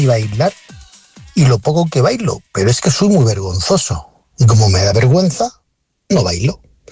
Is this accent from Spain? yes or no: yes; Region of Murcia, Spain; Un murcianico en el faro